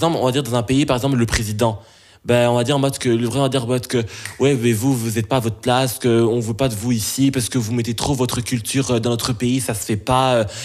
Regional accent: Belgium; born there; je suis belge, je suis né en Belgique

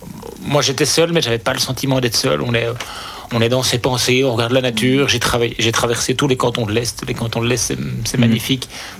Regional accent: Brussels, Brussels-Capital Region, Belgium; Je suis bruxellois à la base. Je suis bruxellois à la base.

